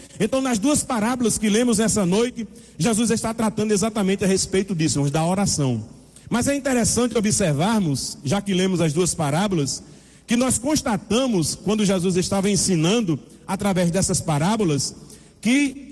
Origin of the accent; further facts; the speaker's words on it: Northeast Region, Brazil; nós somos aqui do Nordeste